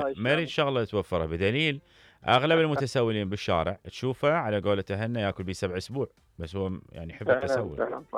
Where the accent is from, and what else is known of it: Iraq